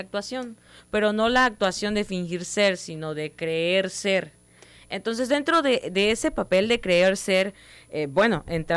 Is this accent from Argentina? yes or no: no; Nacajuca, Tabasco, Mexico; somos de Nacajuca, orgullosamente de Nacajuca.